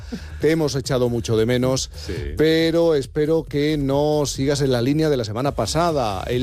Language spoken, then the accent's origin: Spanish; Jerez de la Frontera, Andalusia, Spain; si soy de la provincia, si soy de Jerez, si soy de la provincia de Cádiz